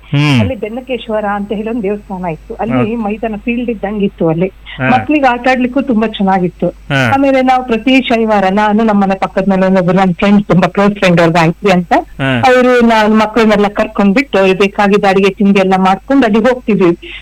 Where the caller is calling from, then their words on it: Shivamogga, Karnataka, India; Ratnagiri Nagar.